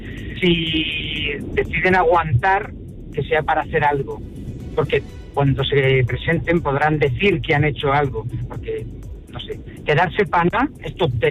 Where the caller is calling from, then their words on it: Madrid, Community of Madrid, Spain; de Madrid.